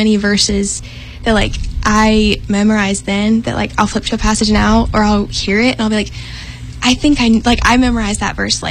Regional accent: Augusta, Georgia, United States; But I've been born and raised in Augusta, lived here my whole life, loved the area.

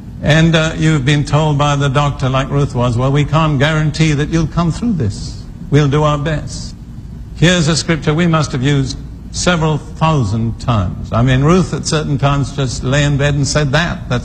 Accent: United Kingdom; Now, I am British by background, as most of you know.

